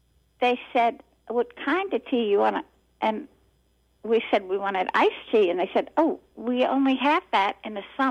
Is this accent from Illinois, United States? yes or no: no; New Orleans, Louisiana, United States; growing up in New Orleans.